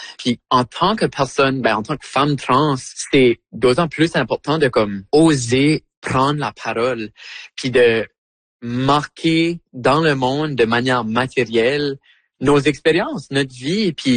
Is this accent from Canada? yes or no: yes; Acadia, Canada; moved away; en tant qu'acadienne qui déménage de son chez-soi.